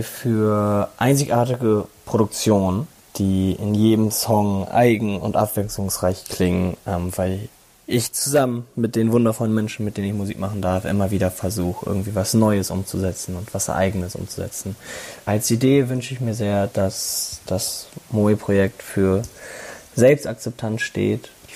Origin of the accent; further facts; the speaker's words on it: Hamburg, Germany; Ich komme aus dem wunderschönen Hamburg.